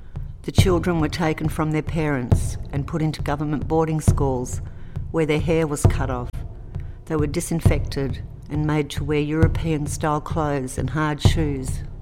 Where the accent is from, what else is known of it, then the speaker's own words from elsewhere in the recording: England, United Kingdom; born there; which is quite appropriate due to the fact that I was born in England.